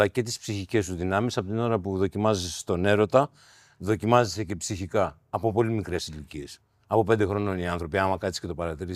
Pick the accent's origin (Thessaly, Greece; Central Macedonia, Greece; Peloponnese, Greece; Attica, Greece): Peloponnese, Greece; Tripoli; Στην Τρίπολη, ναι. Εκεί. Έτσι το ξεκινάω.